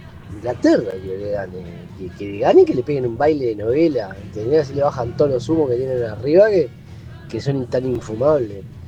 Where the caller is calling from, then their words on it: Uruguay; Yo soy uruguayo. Uruguayo.